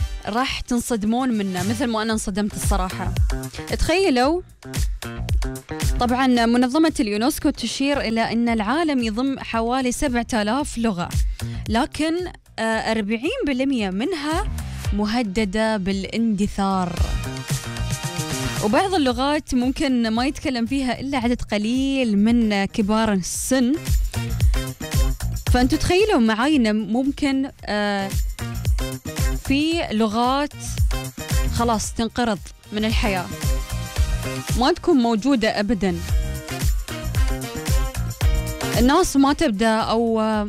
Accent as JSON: {"language": "Arabic", "country": "United Arab Emirates", "accent": "Emirati", "said": "في لهجتنا الإماراتية"}